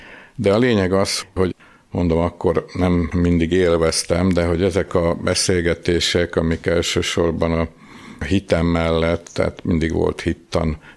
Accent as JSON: {"language": "Hungarian", "region": "Budapest", "country": "Hungary", "tie": "born or raised there", "said": "7 éves koromtól kezdve húgommal együtt minden szombaton átgyalogoltunk, Rákoshegyen nőttünk föl, Rákoshegy egyik oldaláról a másikra"}